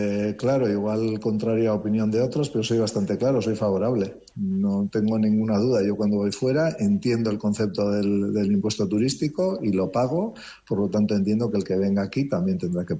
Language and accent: Spanish; San Sebastián, Basque Country, Spain; pues soy ciudadano de San Sebastián y también soy turista.